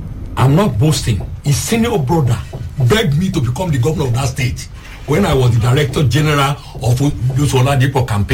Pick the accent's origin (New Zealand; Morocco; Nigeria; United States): Nigeria; Odiom; my hometown, Odiom.